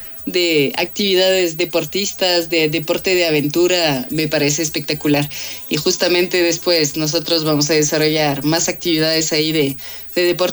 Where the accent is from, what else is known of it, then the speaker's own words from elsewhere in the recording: France; Spanish is a second language; moved away as an adult; now in Ecuador; Yo soy de Francia. ¿Escuchaste mi acento raro?